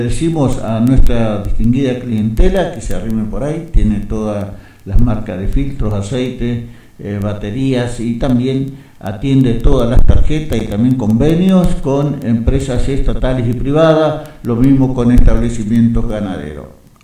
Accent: Argentina

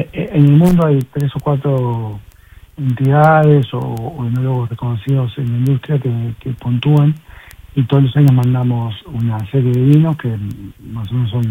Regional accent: Buenos Aires, Argentina; yo soy de Buenos Aires

